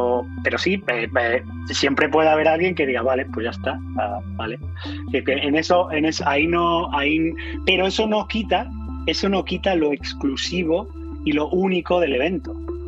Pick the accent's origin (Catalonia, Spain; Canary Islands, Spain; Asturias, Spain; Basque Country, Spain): Catalonia, Spain; Terrassa; moved away as an adult; now in United States; soy natural de Tarrasa y llevo toda mi vida adulta en Estados Unidos, que fue donde estudié mi doctorado de astronomía, y ya me quedé allí haciendo carrera.